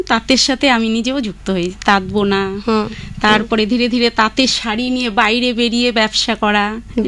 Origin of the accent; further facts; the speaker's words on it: Habibpur, West Bengal, India; moved away as an adult; now in Phulia, India; ফুলিয়াতে নয়, আমার হবিবপুরে জন্ম, তাঁতি বাড়িতেই জন্ম।